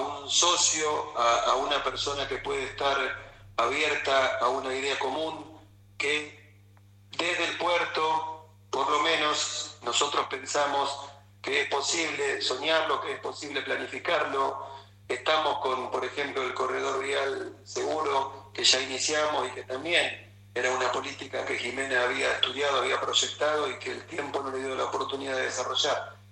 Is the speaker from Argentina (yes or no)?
yes; Buenos Aires Province, Argentina; como bonaerenses, como argentinos